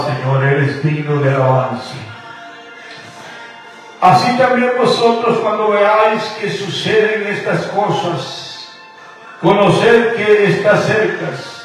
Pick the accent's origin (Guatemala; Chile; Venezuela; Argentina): Guatemala; born there; Mi tierra de donde yo soy nacido, en Guatemala